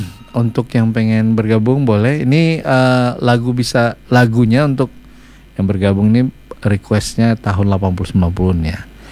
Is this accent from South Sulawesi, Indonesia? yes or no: no; Medan, North Sumatra, Indonesia; also born or lived in Lhokseumawe; Lahirku di Aceh lah, Semawe kan, is. Oh, iya. Besarnya di Medan, kemudian ya itulah kuliahnya di Unimed.